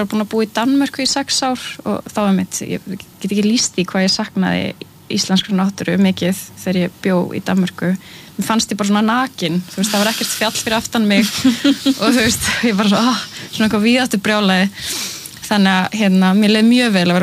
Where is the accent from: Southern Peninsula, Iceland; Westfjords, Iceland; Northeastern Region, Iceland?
Northeastern Region, Iceland; Laugar; ólst upp á laugum í Reykjadal í svona frekar svona grónu og hlýju svæði og þetta fljóta alltaf þarna nálægt